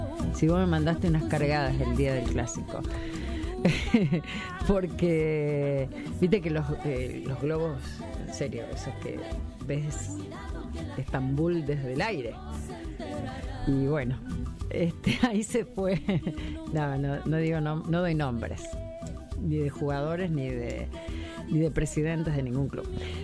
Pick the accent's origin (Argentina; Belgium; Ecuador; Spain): Argentina; Malagueño, Córdoba; Soy de Malagueño y Jorge es de Alta Córdoba.